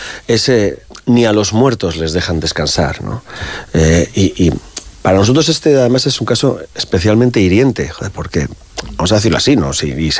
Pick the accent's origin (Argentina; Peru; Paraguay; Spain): Spain; Basque Country; sobre todo en Euskadi, yo soy vasco